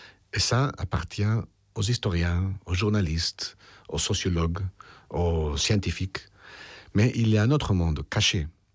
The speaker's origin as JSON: {"language": "French", "country": "Colombia", "also_born_or_lived": "Barcelona, Spain / Paris, France", "moved": "as an adult", "lives_now": "Madrid, Spain", "said": "j'ai vécu 13 ans à Barcelone. Ensuite, je suis rentré en Colombie. Et après 11 ans, je suis venu à Paris pour faire ce livre et pour m'installer maintenant à Madrid."}